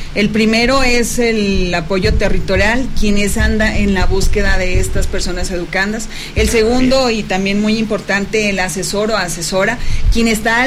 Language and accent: Spanish; Fresnillo, Zacatecas, Mexico; De Fresnillo, gracias, bueno, a Dios, fresnillense.